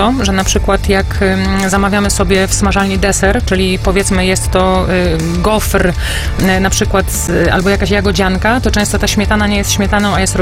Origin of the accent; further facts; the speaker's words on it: Baltic coast, Poland; bo ja pochodzę z nadmorza i ja wiem, jak to tam się wszystko odbywa